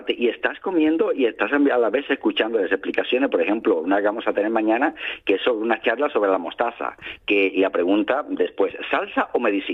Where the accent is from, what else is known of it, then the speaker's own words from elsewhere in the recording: Cuba; now in Spain; Mira acá, chaval, yo soy cubano, pero ahora vivo aquí en España, ¿vale? Yo también soy español.